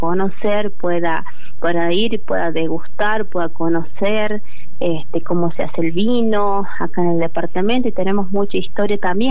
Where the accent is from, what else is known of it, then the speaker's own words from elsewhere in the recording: La Rioja, Argentina; Ustedes sabrán que nos caracteriza como riojanos la chaya.